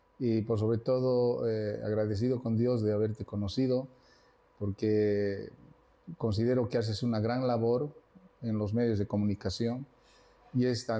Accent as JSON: {"language": "Spanish", "country": "Bolivia"}